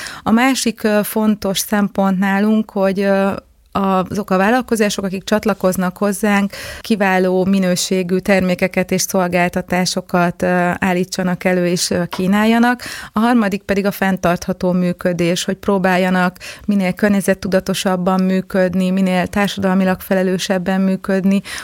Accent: Heves, Hungary; moved away; Én vidéken, falun nőttem föl, Heves megyében, egy kis faluban

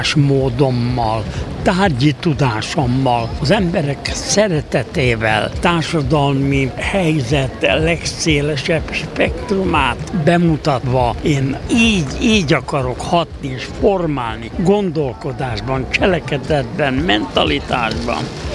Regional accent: Gávavencsellő, Szabolcs-Szatmár-Bereg, Hungary; moved away; És én mivel cigány kunyhóból jöttem, cigányokkal együtt laktam, egy olyan településen, nevét is megnevezem természetes, mert büszke vagyok rá, Szabolcs-Szatmár megyéből

